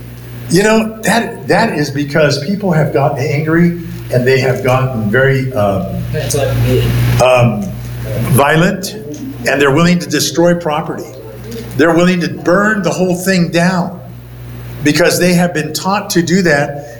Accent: Michigan, United States; You know, I grew up in Michigan.

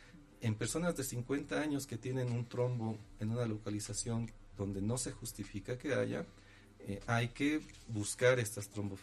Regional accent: La Paz, Bolivia; Hay que ser solidarios como bolivianos, como paceños.

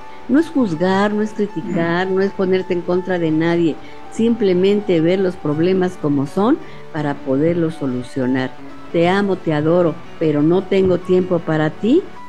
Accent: Mexico

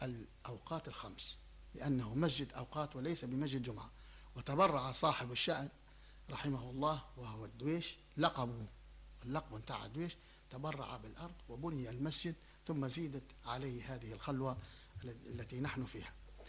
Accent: Tripoli, Tripoli District, Libya; also born or lived in Msallata; انتقلنا إلى الساحل، ثم انتقلنا بعد ذلك لما تزايد الحرب والاستعمار على بلادنا وعلى وطننا وعلى بلدتنا طرابلس هذه المحروسة ازدجاد. والدي كان من الذين يخافون، فخرجنا من طرابلس الغرب إلى منطقة مسلاتة في بجانب ترهونة، ما بين ترهونة والقمص

